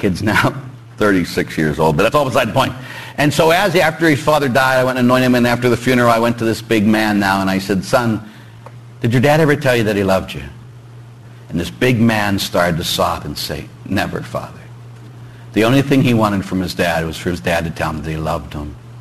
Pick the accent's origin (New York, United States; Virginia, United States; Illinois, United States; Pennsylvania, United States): Pennsylvania, United States; Pittsburgh; of course I'm from Pittsburgh, as everybody knows, and both my parents were cops.